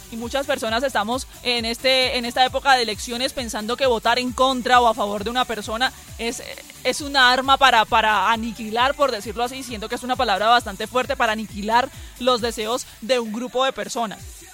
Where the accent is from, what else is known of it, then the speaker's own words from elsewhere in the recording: Colombia; como colombianos tenemos características muy bonitas y que nos diferencian de muchos.